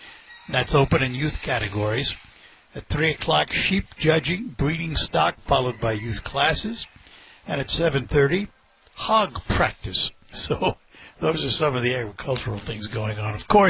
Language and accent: English; New York City, New York, United States; moved away as an adult; now in Saginaw, United States; as a New Yorker, born and raised in the Bronx in New York City. Fairs were foreign to me until I moved to Saginaw in 1974